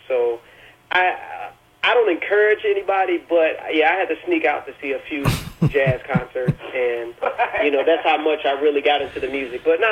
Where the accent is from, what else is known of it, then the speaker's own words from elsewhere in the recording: St. Louis, Missouri, United States; I grew up in St. Louis